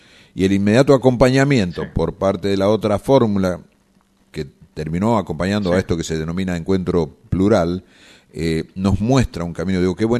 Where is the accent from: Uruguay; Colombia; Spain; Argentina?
Argentina; San Rafael, Mendoza; como mendocino y como sanrafaelino en particular